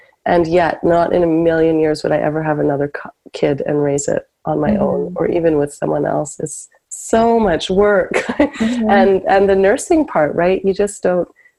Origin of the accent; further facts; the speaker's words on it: Canada; also born or lived in Yukon / Toronto; And I'm from Canada. And when I had her, I was mostly living in the Yukon and also Toronto in Ontario, going to school.